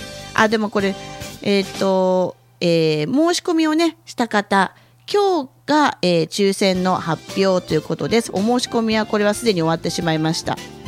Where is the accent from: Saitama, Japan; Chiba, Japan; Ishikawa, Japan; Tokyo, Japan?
Chiba, Japan; 私千葉出身ですけど、うちの地元には近くになかったから